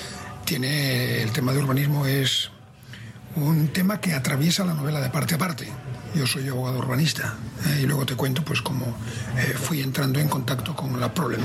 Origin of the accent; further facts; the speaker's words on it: Cantabria, Spain; born there; Yo, en cierto modo, soy cántabro de nacimiento, pero por alguna casualidad mística, soy gallego de espíritu.